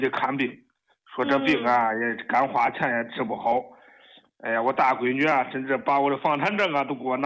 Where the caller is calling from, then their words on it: Henan, China; 张老师，我是河南的，可算跟你通上话了。